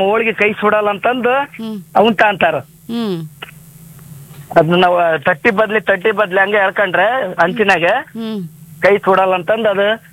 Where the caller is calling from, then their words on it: Davanagere, Karnataka, India; ದಾವಣಗೆರೆಯಿಂದ.